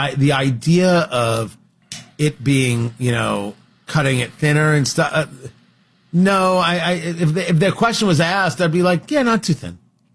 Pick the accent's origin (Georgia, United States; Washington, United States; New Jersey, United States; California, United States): New Jersey, United States; moved away; growing up in Jersey